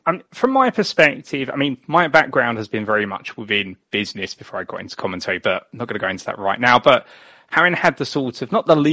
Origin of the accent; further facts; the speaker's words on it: United Kingdom; growing up in the United Kingdom and watching British motorsport and Formula One